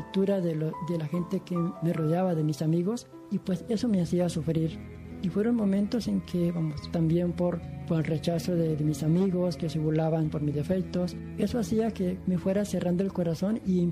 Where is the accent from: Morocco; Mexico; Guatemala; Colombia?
Colombia; Cucutilla, Norte de Santander; Tengo 35 años, soy colombiano, de norte de Santander. Viví en un pueblo muy pequeño llamado Cucutilla. Este pueblo queda en límites con Venezuela.